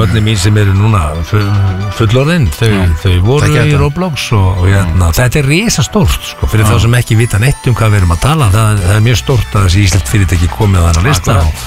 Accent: Hörgárdalur, Northeastern Region, Iceland; Ég veit fjóruð Hörgdalíkur, þannig að þetta er mín heimasveit, sko.

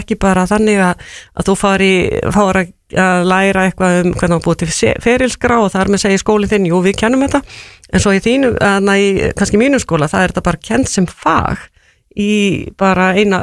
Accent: Húsavík, Northeastern Region, Iceland; ég er frá Húsavík

